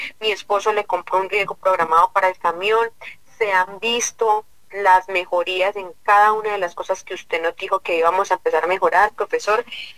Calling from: La Belleza, Santander, Colombia; La Belleza Santander.

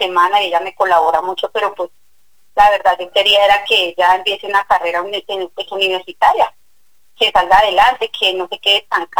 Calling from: Bogotá, Colombia; El barrio Lindalito, profe.

